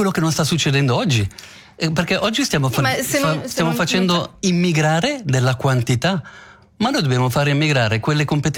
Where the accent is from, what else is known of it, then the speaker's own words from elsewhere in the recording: Switzerland; la nostra Svizzera, il paese che amiamo